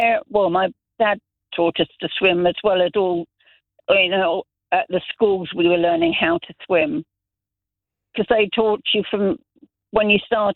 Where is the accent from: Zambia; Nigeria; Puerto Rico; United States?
Zambia; I grew up in Zambia. Every school there had a swimming pool.